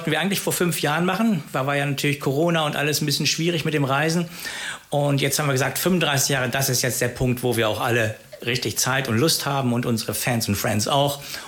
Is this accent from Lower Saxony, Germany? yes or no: yes; Göttingen, Lower Saxony, Germany; moved away as an adult; now in Bremen, Germany; ich komme aus Göttingen.